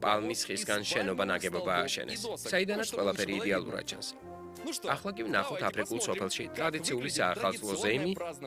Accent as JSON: {"language": "Georgian", "town": "Zanzibar City", "region": "Zanzibar", "country": "Tanzania", "tie": "born or raised there", "said": "სტოუნთაუნში გავიზარდე. ეს დედამიწაზე საუკეთესო ქალაქია."}